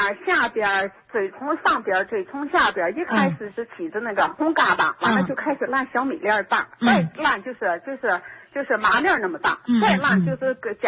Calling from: Baotou, Inner Mongolia, China; 我是包头的。

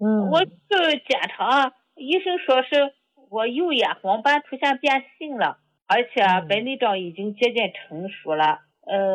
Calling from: Shandong, China; 我是山东的，我家里还剩下一盒药。

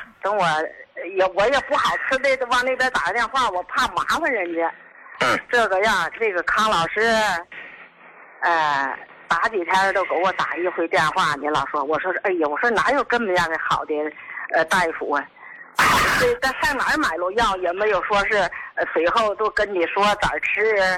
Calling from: Tangshan, Hebei, China; 我是唐山的。

